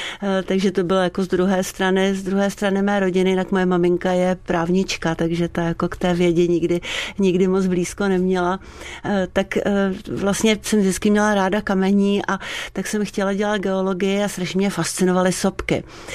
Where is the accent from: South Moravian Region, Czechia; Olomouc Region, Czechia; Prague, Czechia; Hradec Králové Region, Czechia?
Prague, Czechia; narodila jsem se v Praze, jsem Pražák tělem i duší, v Praze jsem byla i vzdělávána